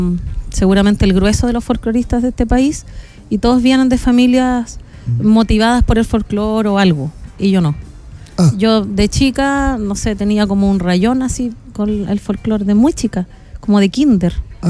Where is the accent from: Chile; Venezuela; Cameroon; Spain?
Chile; San Miguel de Diguillín, Ñuble; also born or lived in Biobío; Yo nací en el Biobío, pero mi infancia la pasé en Ñuble